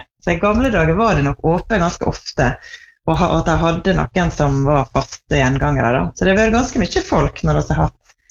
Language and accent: Norwegian; Tresfjorden, Møre og Romsdal, Norway; born or raised there